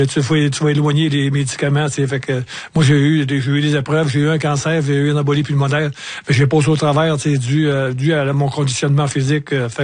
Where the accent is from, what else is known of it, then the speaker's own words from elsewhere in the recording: Montreal, Quebec, Canada; vu que c'était chez nous à Montréal